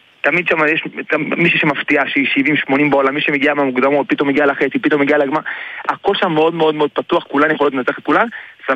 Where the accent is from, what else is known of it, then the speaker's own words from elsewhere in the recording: Jerusalem, Jerusalem District, Israel; קודם כל, אני ירושלמי, כמו שאמרתי, אני עכשיו בירו